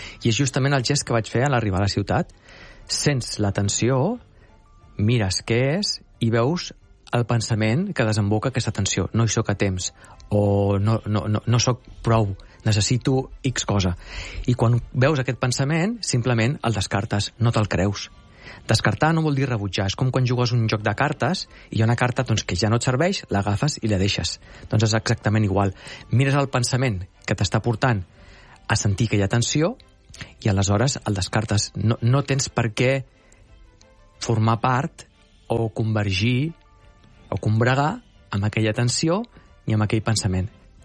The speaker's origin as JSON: {"language": "Catalan", "town": "Barcelona", "region": "Catalonia", "country": "Spain", "tie": "born there", "said": "sóc enamorat de Barcelona. Jo vaig néixer aquí i és la ciutat que més m'estimo de tot el món."}